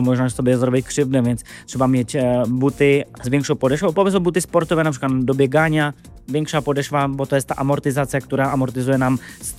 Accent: Czechia; first language Czech; Polish is a second language; moved away as an adult; now in Warsaw, Poland; Przepraszam za mój polski, bo ja jestem z Czech, pochodzę z Czech, ale mieszkam 7 lat w Warszawie, więc się uczę polski język.

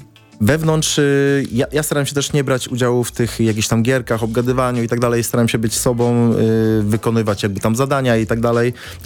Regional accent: Pomeranian Voivodeship, Poland; born there; Ja też jestem urodzony na Kaszubach. Jakby wiele wakacji spędzałem tam na wiosce w Kaszubach

